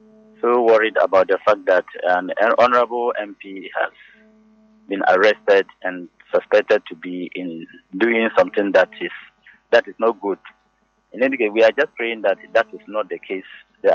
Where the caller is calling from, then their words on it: Accra, Greater Accra, Ghana; from Dansoman.